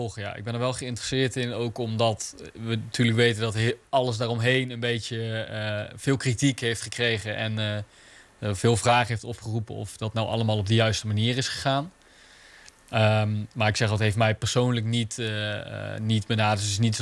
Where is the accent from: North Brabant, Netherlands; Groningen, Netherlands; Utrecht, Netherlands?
North Brabant, Netherlands; Tilburg; 25, geboren en getogen in Tilburg, dus net om de hoek.